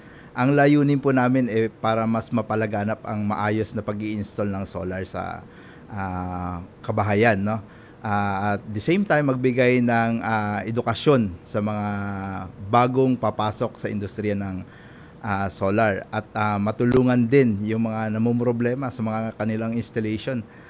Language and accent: Tagalog; Meycauayan, Central Luzon, Philippines; Actually, taga-Mekawayan po ako.